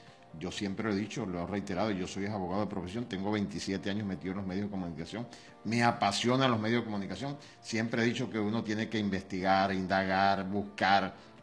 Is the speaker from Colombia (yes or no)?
no; Cantaura, Anzoátegui, Venezuela; now in Puerto Píritu, Venezuela; muy cerca de mi pueblo, en Cantaura, municipio Freites del Estado de Santiago. Ahí nací hace 61 años.